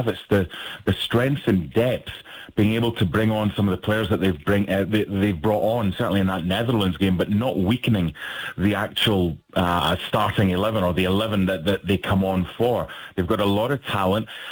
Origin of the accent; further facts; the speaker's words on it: Scotland, United Kingdom; And then as a Scotsman, yeah, well, we'll turn the TV off if they were to win the World Cup.